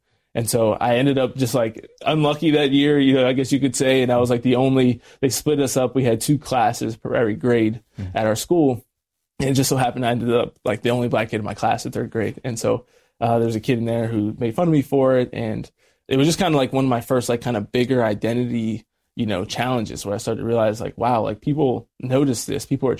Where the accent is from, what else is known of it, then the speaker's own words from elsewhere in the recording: Harrison, Pennsylvania, United States; Yeah, so I was born and raised in Harrison, Pennsylvania.